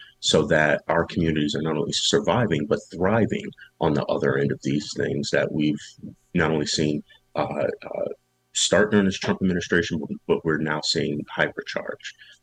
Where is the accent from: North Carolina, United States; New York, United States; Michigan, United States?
Michigan, United States; Battle Creek; You know, I'm from Battle Creek. I am Nattawa Sippy here in Banda Potawatomi. My people have been in Southwest Michigan since before Michigan was Michigan.